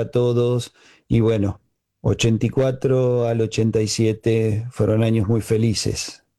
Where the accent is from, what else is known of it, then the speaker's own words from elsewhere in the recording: Argentina; moved away as an adult; Fue la época o el año 84 en el que salí de Argentina para África con la empresa, como te comenté ayer.